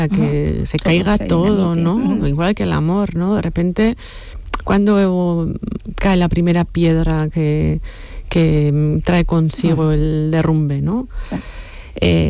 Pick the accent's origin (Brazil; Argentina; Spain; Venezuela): Spain; Errenteria, Basque Country; Yo soy de Rentería y allí tuvo, bueno, pues hicieron uh-huh. grandísimas cosas, ¿no?